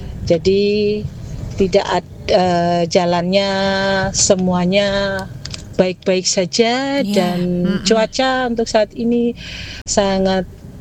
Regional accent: Palu, Central Sulawesi, Indonesia; now in Semarang, Indonesia; gempa yang ada di Sulawesi Palu itu kampung saya.

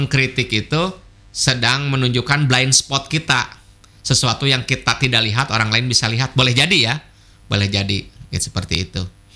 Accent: Sumedang, West Java, Indonesia; born there; Kelahiran Sumedang saya.

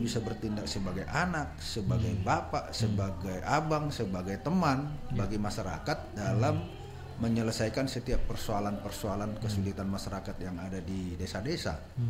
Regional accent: Medan, North Sumatra, Indonesia; now in East Kalimantan, Indonesia; Buktinya saya juga orang Medan

